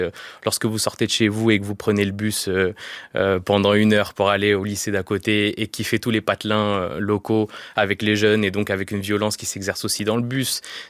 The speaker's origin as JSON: {"language": "French", "town": "Sainte-Florine", "region": "Auvergne-Rhône-Alpes", "country": "France", "tie": "born or raised there", "also_born_or_lived": "Bordeaux / Brioude", "moved": "yes", "said": "Moi, j'ai grandi en Haute-Loire. Enfin, je suis né en quartier populaire à Bordeaux, mais j'ai grandi en Haute-Loire, en milieu rural"}